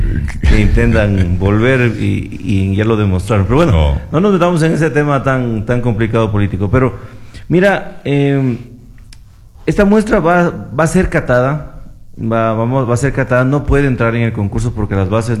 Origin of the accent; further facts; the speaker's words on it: Ecuador; todos finalmente somos